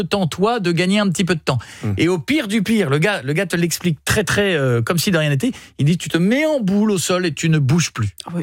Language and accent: French; Hauts-de-France, France; Moi, j'ai grandi en Picardie